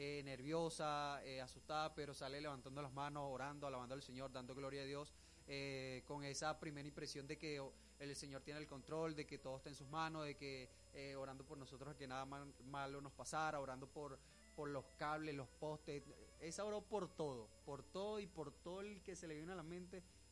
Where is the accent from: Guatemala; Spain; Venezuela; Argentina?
Venezuela; nos une como venezolanos